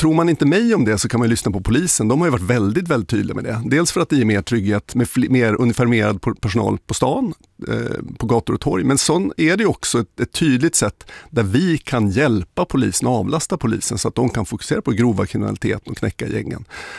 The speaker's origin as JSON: {"language": "Swedish", "town": "Stockholm", "region": "Stockholm County", "country": "Sweden", "said": "Rätt provocerande för mig som stockholmare."}